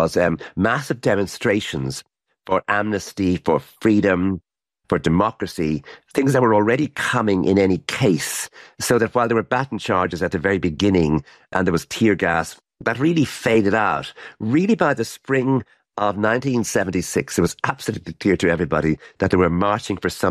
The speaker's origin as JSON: {"language": "English", "country": "Ireland", "said": "Because I'm Irish, so many of the things that were happening were so close to things that had happened in Ireland in the years leading up to independence."}